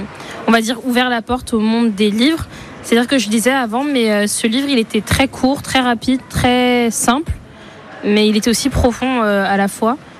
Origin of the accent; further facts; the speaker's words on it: Tours, Centre-Val de Loire, France; je viens de Tours.